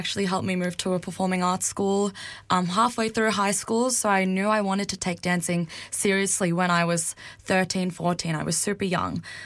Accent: Clayton, Victoria, Australia; also born or lived in Narre Warren; I was born and raised here. But when I was born, my parents went back to work and my Lula and Lulu actually raised me. So I grew up in Clayton.

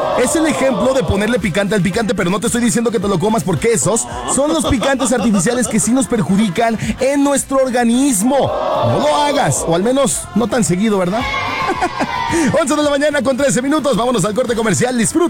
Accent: Mexico; Somos buenísimos los mexicanos para este tipo de cosas.

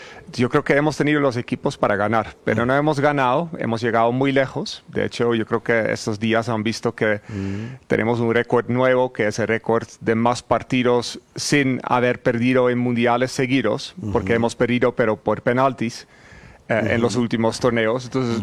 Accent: Netherlands; Nosotros somos neerlandeses, pero claramente y principalmente por el fútbol nos convertimos en Holanda, en holandeses.

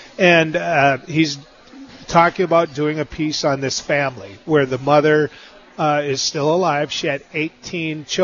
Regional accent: North Dakota, United States; I'm a North Dakota guy where it's just Manitoba.

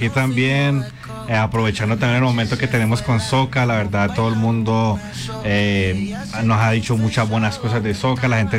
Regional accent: Cali, Valle del Cauca, Colombia; now in Miami, United States; Yo soy caleño.

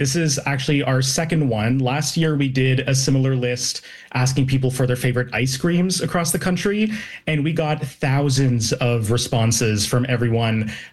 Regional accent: Toronto, Ontario, Canada; I'm from Toronto

